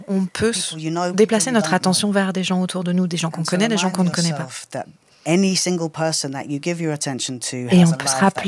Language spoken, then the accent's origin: French; London, United Kingdom; born or raised there